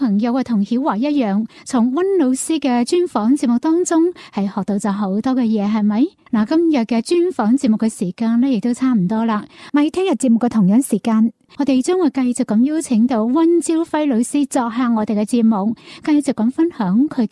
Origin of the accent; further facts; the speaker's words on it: Lingnan, China; 亦都系我哋岭南人嘅特色。